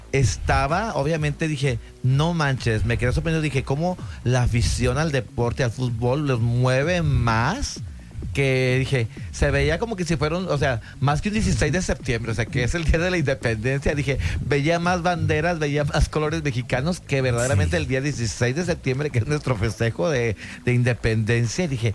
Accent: Mexico; soy mexicana y obviamente claro, el que mi país esté

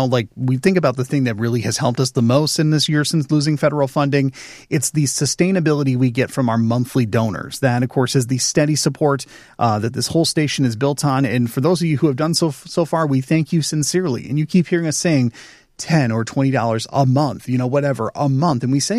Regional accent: Greenville, Michigan, United States; No, my hometown of Greenville, same thing. Nothing.

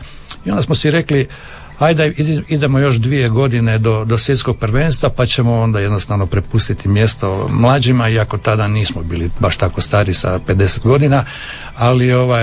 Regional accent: Pula, Istria County, Croatia; born there

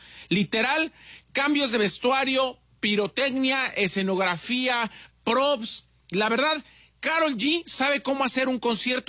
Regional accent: Mexico; Ay, así somos los mexicanos cuando van los gabachos a México.

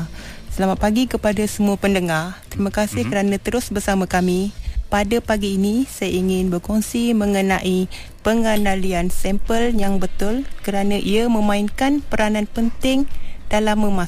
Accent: Negeri Sembilan, Malaysia; Saya juga dari suku kaum Temuan. Temuan Negeri Sembilan.

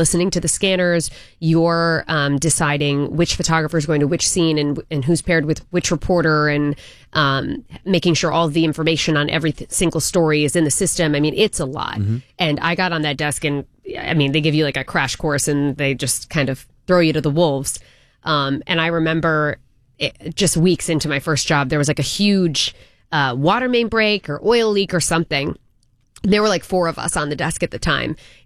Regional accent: Connecticut, United States; No, I'm from Connecticut originally and went to school at Hofstra University on Long Island for broadcast journalism.

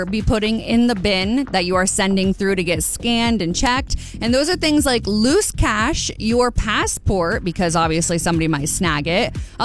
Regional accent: Pennsylvania, United States; 4 states love cookie dough ice cream, including my home state of Pennsylvania.

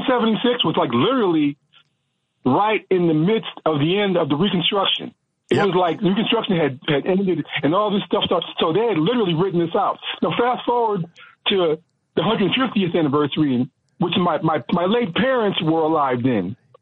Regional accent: Cincinnati, Ohio, United States; I was growing up in Cincinnati, and as a 16-year-old

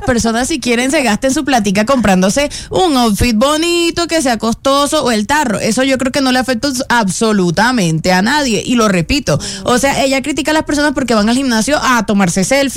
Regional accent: Ceres, Argentina; Cuando yo estaba de vacaciones en el pueblo donde yo soy, Ceres de Córdoba

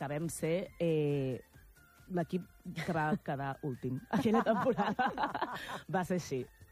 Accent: Els Hostalets de Balenyà, Catalonia, Spain; El meu poble, Hostalets de Balanyà, va participar-hi. Va participar-hi l'any 2001. Jo tenia 10 anys.

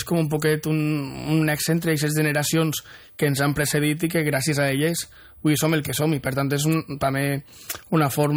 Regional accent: Alfondeguilla, Valencian Community, Spain; Jo, per exemple, soc d'Alfondeguilla

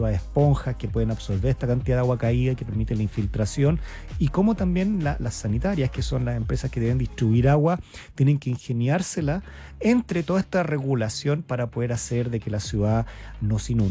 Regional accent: Iquique, Tarapacá, Chile; yo soy de Iquique

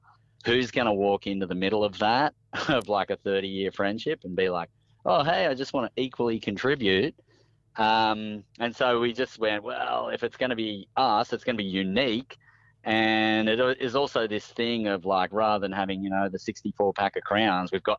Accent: Coffs Harbour, New South Wales, Australia; moved away as an adult; also born or lived in Northern Rivers; So, yeah, we grew up in Coffs.

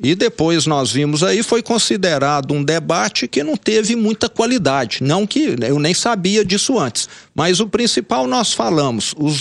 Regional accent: Minas Gerais, Brazil; Eu venho do interior de Minas, de uma cidade que até cresceu muito ultimamente, mas que era pequena

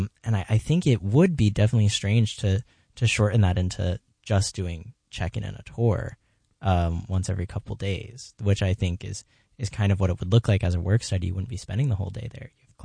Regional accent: Delaware, United States; moved away; I come from Delaware, where the majority of people that move into Delaware are coming for the Air Force.

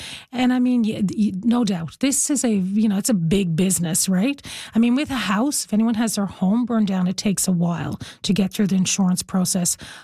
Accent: Placentia, Newfoundland and Labrador, Canada; Southern Harbor is quite close to me in the fact that I grew up in Placentia

